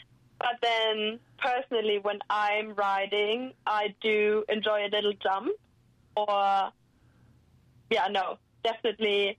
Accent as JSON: {"language": "English", "region": "Lower Saxony", "country": "Germany", "moved": "yes", "said": "Like, I'm from Lower Saxony"}